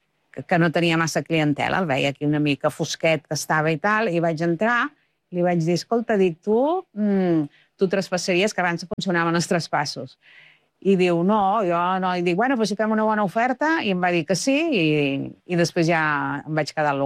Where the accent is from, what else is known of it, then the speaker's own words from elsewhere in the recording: Sabadell, Catalonia, Spain; perquè sóc de Sabadell